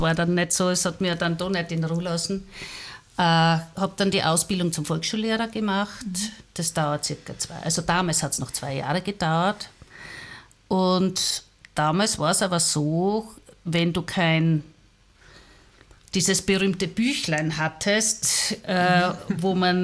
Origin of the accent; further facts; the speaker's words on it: Graz, Styria, Austria; Ja, also ich komme aus Graz. Ich bin vor ziemlich genau 60 Jahren in Graz-Maria-Trost geboren worden, in der Maria-Troster-Straße.